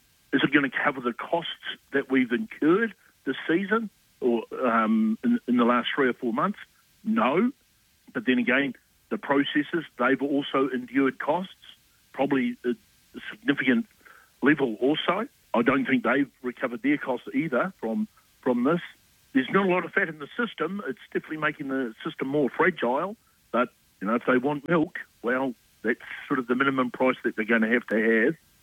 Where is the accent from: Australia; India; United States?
Australia; We, as Australian dairy farmers